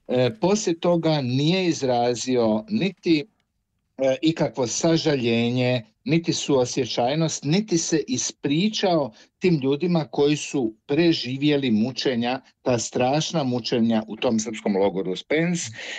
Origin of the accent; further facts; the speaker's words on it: Croatia; kod nas u Hrvatskoj se događa jedna strašna situacija